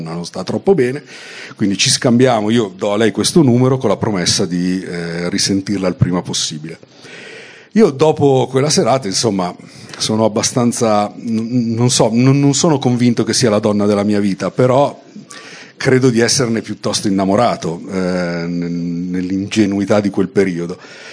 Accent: Lombardy, Italy; come tutte le famiglie borghesi milanesi, ci trasferiamo in montagna dove passiamo le vacanze di Natale.

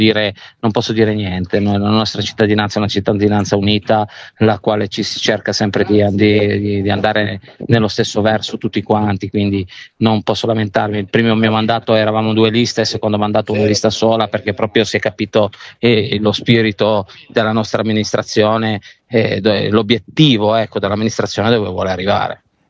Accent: Sanremo, Liguria, Italy; born there; now in Triora, Italy; io non sono di Triora, io sono originario abruzzese, però sono nato a Sanremo, però già da ragazzo, quando avevo 10, 11, 12 anni, ho iniziato a venire in questa valle, dove nella Valle Argentina

